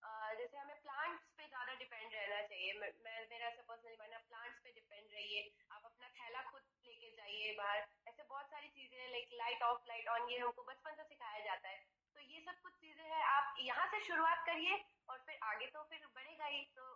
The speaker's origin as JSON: {"language": "Hindi", "town": "Kanpur", "region": "Uttar Pradesh", "country": "India", "lives_now": "Bacheli, India", "said": "और मैं छत्तीसगढ़ के दंतेवाड़ा जिले के बचेली नगर की निवासी हूँ। और मैं बेसिकली अभी गुरु घासीदास विश्वविद्यालय में बीटेक की फर्स्ट ईयर स्टूडेंट हूँ। और मैं बेसिकली तो मैं यूपी से बिलोंग करती हूँ, कानपुर से हूँ मैं"}